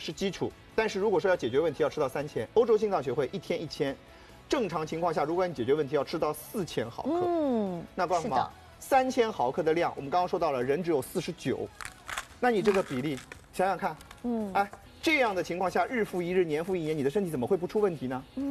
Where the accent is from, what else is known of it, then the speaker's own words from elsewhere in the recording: China; 咱们中国人